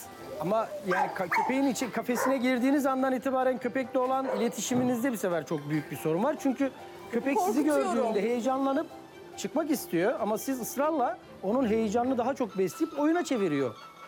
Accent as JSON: {"language": "Turkish", "region": "Erzurum", "country": "Turkey", "tie": "born there", "said": "Erzurum doğumluyum. 1975 Erzurum doğumluyum."}